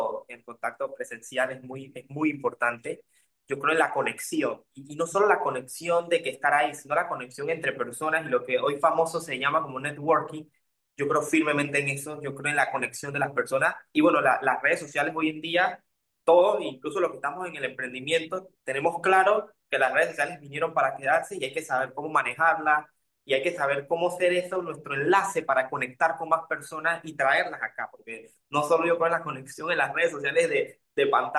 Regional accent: Panama

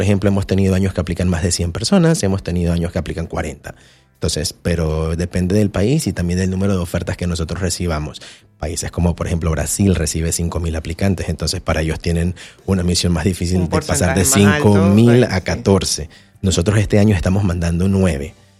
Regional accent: Santiago de los Caballeros, Santiago, Dominican Republic; Del interior, yo soy de Santiago, entonces yo era de colegio público del interior y no hablaba inglés.

